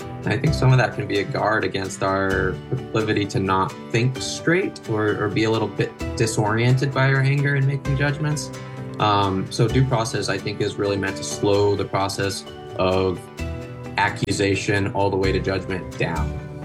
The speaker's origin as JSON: {"language": "English", "town": "Phoenix", "region": "Arizona", "country": "United States", "tie": "born or raised there", "said": "the environment I grew up in South Phoenix"}